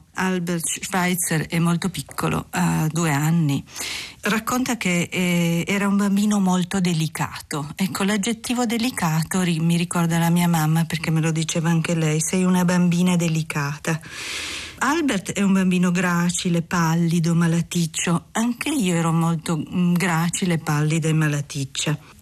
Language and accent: Italian; Turin, Piedmont, Italy; Ho 51 anni, sono nata a Torino, non mi sono mai mossa dalla mia città